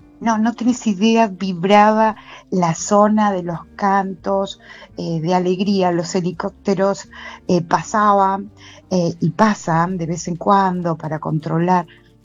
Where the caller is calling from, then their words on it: Sarandí, Buenos Aires Province, Argentina; de Avellaneda, de Sarandí, a pocos metros de todo lo que está pasando.